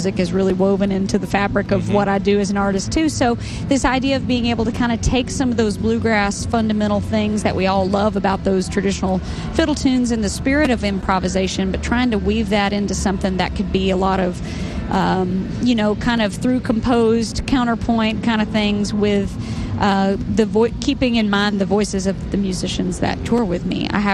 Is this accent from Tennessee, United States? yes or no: yes; Tennessee, United States; I mean, I grew up in Tennessee.